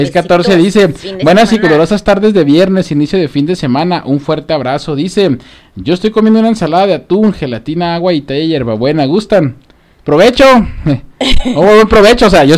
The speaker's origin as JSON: {"language": "Spanish", "country": "Mexico"}